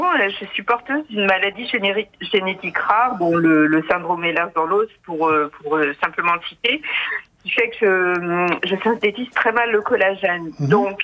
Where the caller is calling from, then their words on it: Île de Ré, Nouvelle-Aquitaine, France; je vous appelle de l'île de Ré.